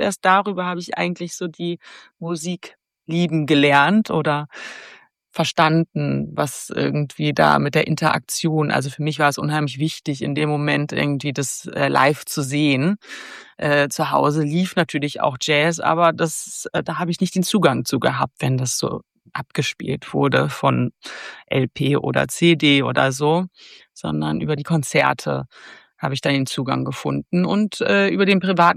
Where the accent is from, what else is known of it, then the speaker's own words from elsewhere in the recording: Wuppertal, North Rhine-Westphalia, Germany; also born or lived in Leipzig; Also ich bin ja dann in Wuppertal aufgewachsen, zwar in Leipzig geboren, aber in Wuppertal aufgewachsen